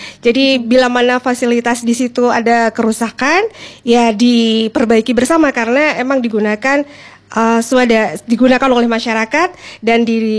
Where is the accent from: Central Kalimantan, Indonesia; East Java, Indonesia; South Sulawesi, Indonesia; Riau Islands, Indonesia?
East Java, Indonesia; Sampang; sebagai orang Sampang merasakan di sepanjang jalan Panglima Sudirman itu emang terasa sekali itu bak sampah kan besar-besar di situ ya.